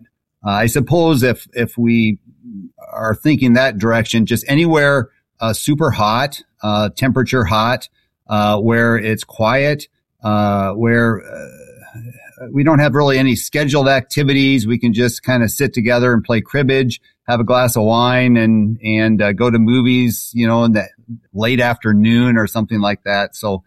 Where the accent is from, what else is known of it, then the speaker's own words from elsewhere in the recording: Muscatine, Iowa, United States; also born or lived in Huntsville, Alabama; I grew up in Muscatine, Iowa. It's on the Mississippi River.